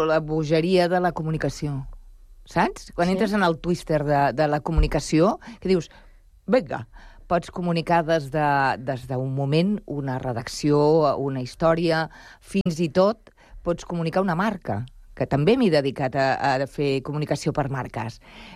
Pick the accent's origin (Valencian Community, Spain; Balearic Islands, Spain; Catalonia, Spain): Catalonia, Spain; Barcelona; born or raised there; Catalan is a second language